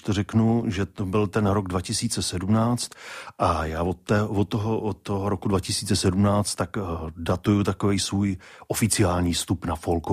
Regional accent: Blansko, South Moravian Region, Czechia; moved away; já jsem z Blanska původně.

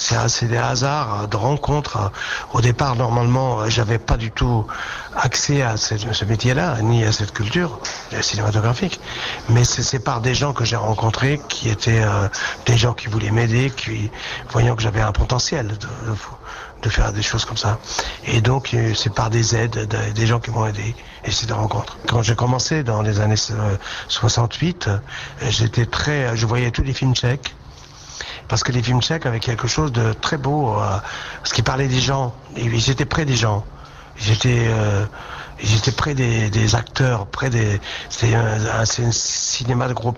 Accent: France; je suis français, j'habite en France, et la France c'est mon pays

